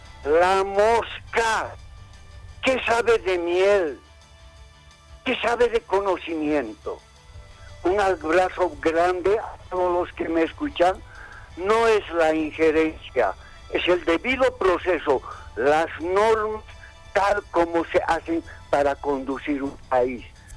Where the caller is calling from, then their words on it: Bolivia; como bolivianos